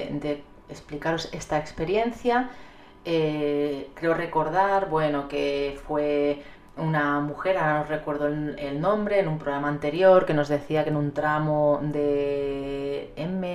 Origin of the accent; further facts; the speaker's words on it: Fuenlabrada, Community of Madrid, Spain; Veréis, soy de Fuenlabrada y volvía desde mi trabajo en Villaverde por dicha carretera con un compañero en el coche.